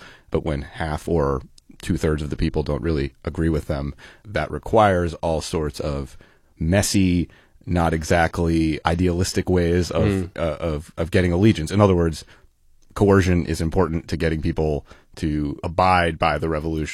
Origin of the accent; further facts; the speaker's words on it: New York, United States; I'm from New York, and so I can go do research and stay with my mom.